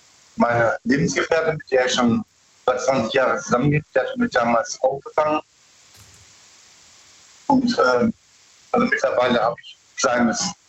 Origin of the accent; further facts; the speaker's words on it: Bruchsal, Baden-Württemberg, Germany; Ich komme aus Bruchsal.